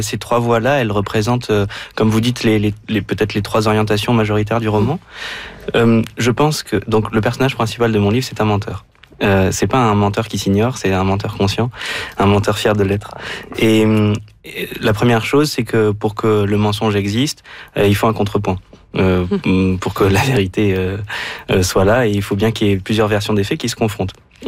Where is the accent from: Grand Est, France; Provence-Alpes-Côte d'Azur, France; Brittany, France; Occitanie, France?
Grand Est, France; Nancy; J'ai grandi à Nancy.